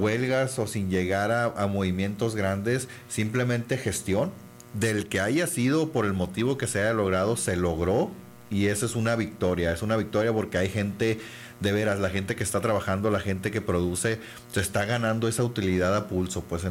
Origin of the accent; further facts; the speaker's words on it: Cananea, Sonora, Mexico; los que somos de Cananea